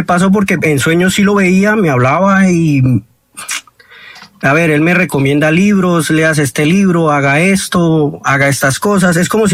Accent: Bucaramanga, Santander, Colombia; yo soy de aquí, de Bucaramanga.

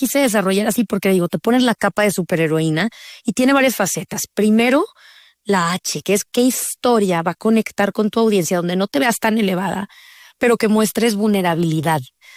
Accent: Mexico; now in Los Angeles, United States; En vocabulario mexicano diríamos

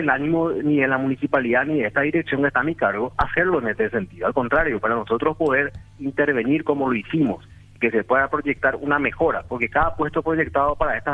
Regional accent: Paraguay; para nosotros muchas veces como paraguayos

